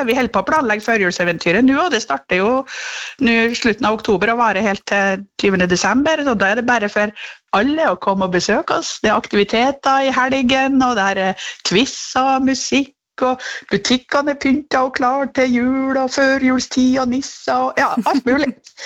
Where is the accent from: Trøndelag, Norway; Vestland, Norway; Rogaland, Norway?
Trøndelag, Norway; Verdal; moved away as an adult; now in Henningsvær, Norway; jeg er fra Verdalen, så jeg er trønder da, men jeg forvillet meg opp på en sesongjobb for 30 år siden.